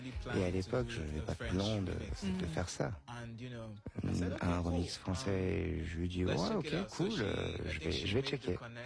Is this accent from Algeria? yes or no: no; Anambra, Nigeria; first language Igbo; French is a second language; Igbo. C'est ma langue maternelle. Au Nigeria, ça vient du sud-est.